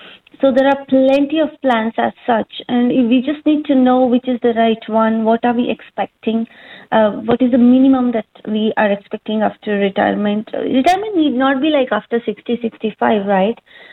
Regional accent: India; moved away; I'm an Indian

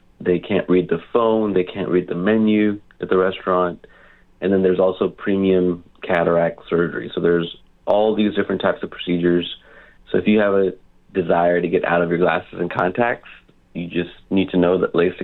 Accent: Tyler, Texas, United States; Plano, Texas is almost kind of like a second home for me. I grew up in Tyler, Texas.

